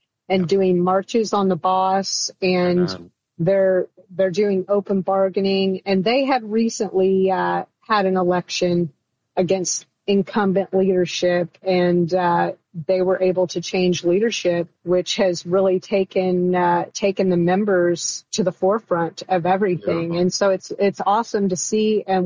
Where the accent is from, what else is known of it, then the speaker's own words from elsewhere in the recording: Kokomo, Indiana, United States; And drilled into our heads, especially growing up in Kokomo, where the UAW is so prevalent.